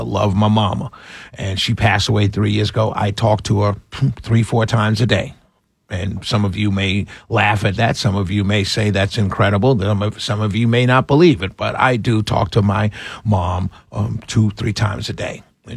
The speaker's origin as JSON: {"language": "English", "town": "New York City", "region": "New York", "country": "United States", "tie": "born or raised there", "said": "I remember running from Bronx River, having to run to the train station. Growing up in New York City, it was all good."}